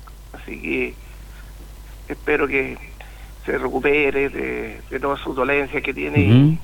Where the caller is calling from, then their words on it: Chile; De aquí, de la población Mardones.